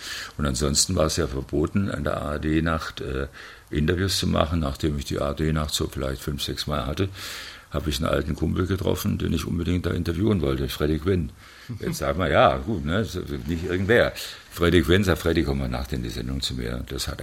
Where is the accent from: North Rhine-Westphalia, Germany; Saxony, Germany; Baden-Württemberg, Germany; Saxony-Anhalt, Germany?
Baden-Württemberg, Germany; Stuttgart; Ich bin Stuttgarter und habe dann also freundlich, lieb und nett, gesagt, nee, also ich möchte lieber in Stuttgart bleiben.